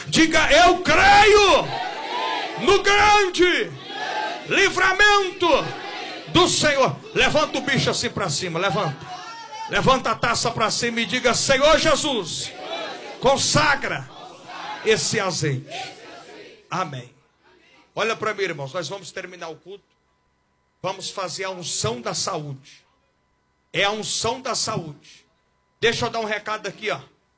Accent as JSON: {"language": "Portuguese", "region": "Goiás", "country": "Brazil", "said": "eu sou do Goiás"}